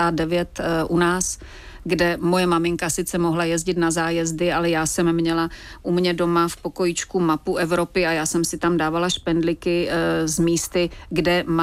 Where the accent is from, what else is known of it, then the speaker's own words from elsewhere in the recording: Slovakia; moved away as an adult; now in Prague, Czech Republic; jako Slovák, v Praze mohl studovat tehdy jenom tu loutkárnu